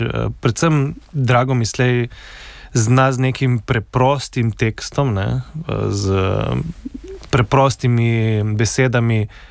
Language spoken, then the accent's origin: Slovenian; Slovenian Littoral, Slovenia; Primorci smo mogoče vedno bili v nekem takem našem balončku, mehurčku